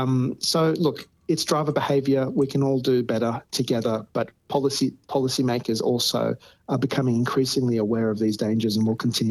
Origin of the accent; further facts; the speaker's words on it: Australia; born there; also born or lived in Iran; I was born in Iran, came to Australia, you know, when I was seven.